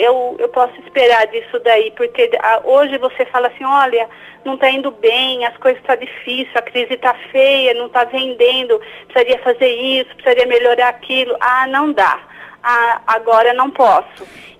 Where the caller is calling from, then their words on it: Campinas, São Paulo, Brazil; Eu falo de Campinas.